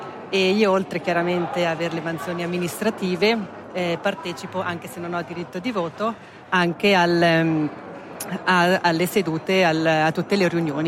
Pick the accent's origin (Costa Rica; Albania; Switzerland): Switzerland; Davesco-Soragno, Ticino; per me Davesco è proprio, cioè, il mio paese, anche perché ho un legame, diciamo, molto stretto